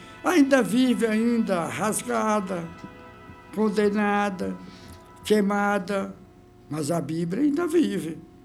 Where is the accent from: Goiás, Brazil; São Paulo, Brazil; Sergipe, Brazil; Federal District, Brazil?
Sergipe, Brazil; Itabaiana; now in Lagarto, Brazil; Eu estou em Lagarto há 46 anos. Sou de Itabaiana e cheguei em Lagarto no ano de 80, final de 79.